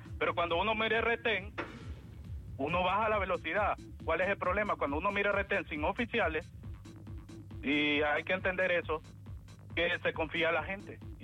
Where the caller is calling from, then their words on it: San Pedro Sula, Cortés, Honduras; yo soy de San Pedro Sula.